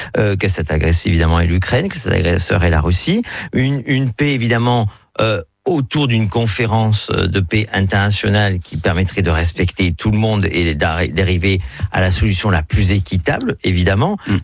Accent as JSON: {"language": "French", "country": "France"}